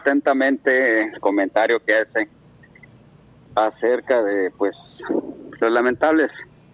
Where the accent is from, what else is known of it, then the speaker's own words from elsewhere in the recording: Tijuana, Baja California, Mexico; Yo crecí aquí en Tijuana, ¿no? A partir de los 5 años. Estoy hablando del 75 aquí. Sí. Yo viví aquí en la colonia Santa Cruz. Sigo viviendo.